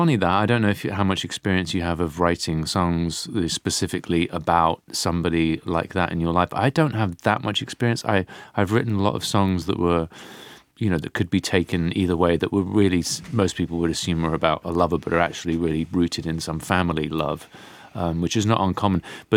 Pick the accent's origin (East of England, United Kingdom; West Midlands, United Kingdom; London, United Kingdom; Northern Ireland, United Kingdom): London, United Kingdom; moved away as an adult; now in Los Angeles, United States; I mean, when I moved to LA when I was 18 from London and, just sort of starting out and dabbling in music.